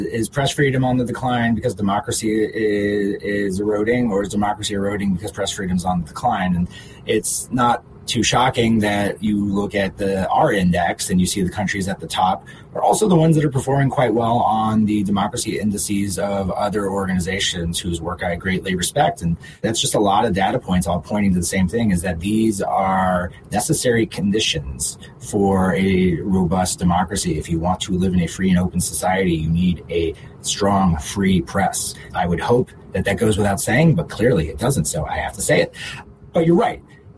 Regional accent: United States; as an American

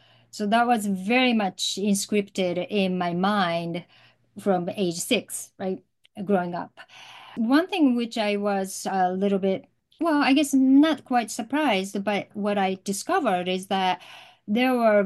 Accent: Hiroshima, Japan; I think one thing, because I grew up in Hiroshima and in my classroom library, there were a couple of volumes of Barefoot Gam.

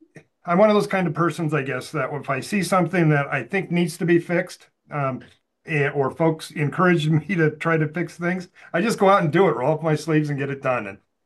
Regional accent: Montana, United States; from Montana.

